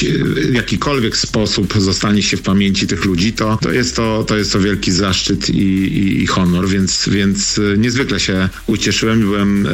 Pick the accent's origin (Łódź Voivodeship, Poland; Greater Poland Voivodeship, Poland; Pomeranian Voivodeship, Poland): Greater Poland Voivodeship, Poland; Strzałkowo; moved away as an adult; pochodzę ze Strzałkowa, tam się wychowałem, tam spędziłem wiele lat. Mojego życia, na samym początku mojego życia, od urodzenia do okresu studiów.